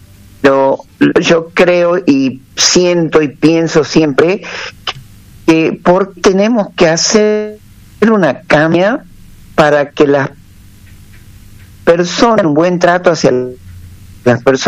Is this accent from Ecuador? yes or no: no; Choromoro, Tucumán, Argentina; yo también vengo de un pueblo de Choromoro